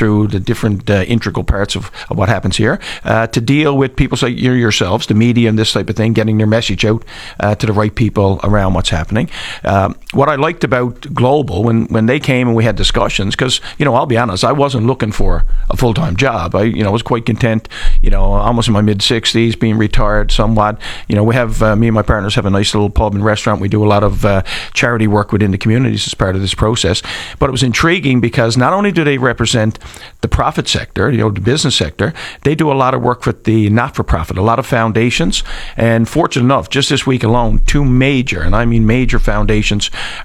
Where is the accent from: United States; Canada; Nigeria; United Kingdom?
Canada; Newfoundland and Labrador; being a Newfoundlander and Labradorian and working with our team in Atlantic Canada